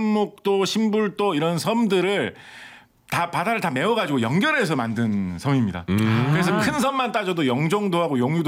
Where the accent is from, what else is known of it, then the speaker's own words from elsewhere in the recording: Yaksan, South Jeolla, South Korea; 참고로 저희 가족은 완도군 약산이라는 섬에서 나고 자란 섬 사람들입니다.